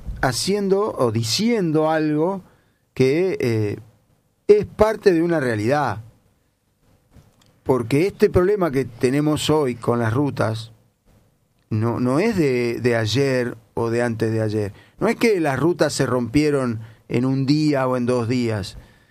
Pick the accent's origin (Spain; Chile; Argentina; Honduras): Argentina; Tortugas, Santa Fe; now in Rosario, Argentina; la localidad donde vive mi familia, donde yo nací, me crié, que es Tortugas